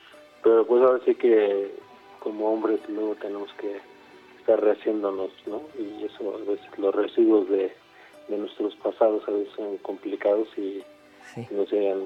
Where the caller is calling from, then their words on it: Mexico City, Mexico; te escucho desde la Ciudad de México, aquí en el cerca del aeropuerto de la Ciudad de México.